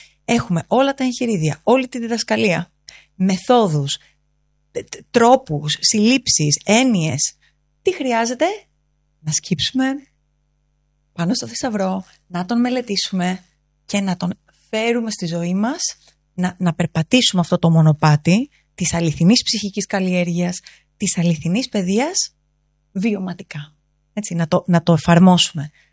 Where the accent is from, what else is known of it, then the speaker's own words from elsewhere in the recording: Greece; εμείς τώρα ως Έλληνες εδώ